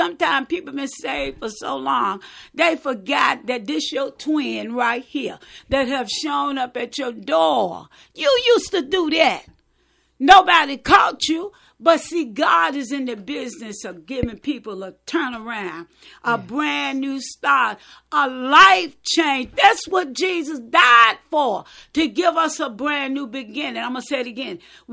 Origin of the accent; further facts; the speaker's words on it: United States; I grew up in Camp Grove